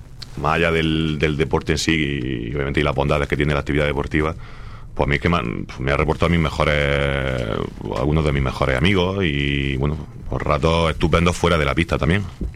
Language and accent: Spanish; Níjar, Andalusia, Spain; now in Almería, Spain; yo soy de Campo Hermoso, barriada de Níjar.